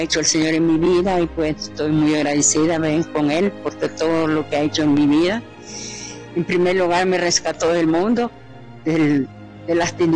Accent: Campo Cielo, Comayagua, Honduras; Campo Cielo, Comayagua.

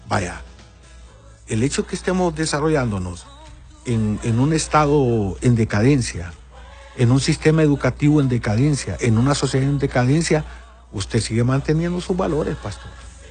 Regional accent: Honduras; nuestro Honduras

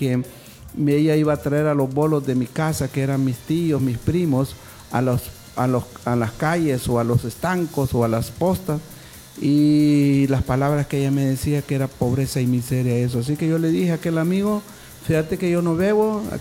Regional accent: Tegucigalpa, Francisco Morazán, Honduras; yo soy nativo de la ciudad de Tegucigalpa, criado ahí en el pavimento

